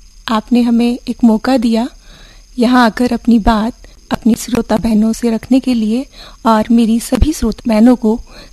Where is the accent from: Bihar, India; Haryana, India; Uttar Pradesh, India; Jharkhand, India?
Uttar Pradesh, India; Hasupur; असल में मेरा जन्म एक गांव में हुआ है। मैं सिंभावली के पास गांव हसुपुर से बिलोंग करती हूँ